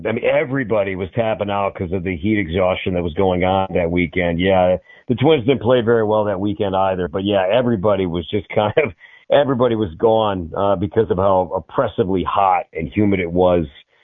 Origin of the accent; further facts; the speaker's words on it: Chicago, Illinois, United States; now in Texas, United States; But then, you know, I grew up in just a great time to be in Chicago